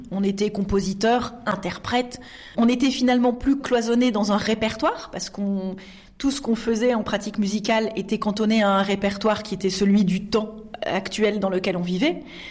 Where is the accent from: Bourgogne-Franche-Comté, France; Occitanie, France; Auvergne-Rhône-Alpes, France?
Auvergne-Rhône-Alpes, France; J'ai grandi en Isère